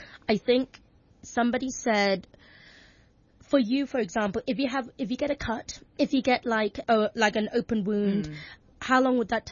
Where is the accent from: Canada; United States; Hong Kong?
Hong Kong; I think growing up in Hong Kong is also actually really lovely, because it's such a melting pot of cultures